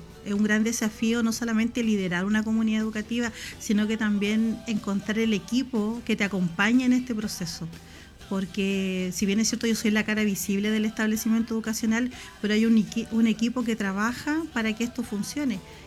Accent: Atacama, Chile; now in Osorno, Chile; yo, como les comentaba, no soy de acá de Osorno, yo soy del norte, de la tercera región

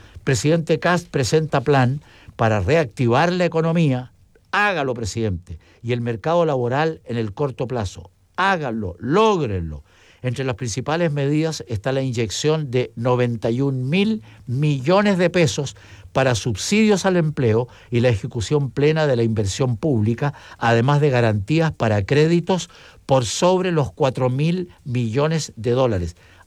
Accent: Chile; lo digo con mucho respeto como chileno común y corriente.

